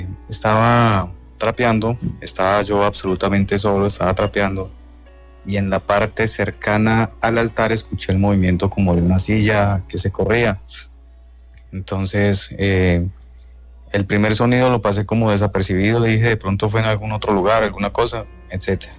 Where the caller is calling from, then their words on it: Huila, Colombia; yo soy del Huila.